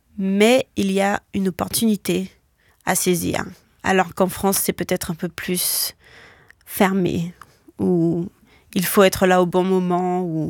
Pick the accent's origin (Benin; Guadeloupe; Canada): Guadeloupe; now in United States; quand j'ai grandi en Guadeloupe